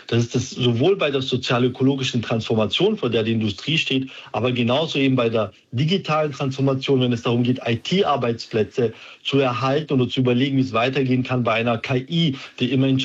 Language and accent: German; Waiblingen, Baden-Württemberg, Germany; born or raised there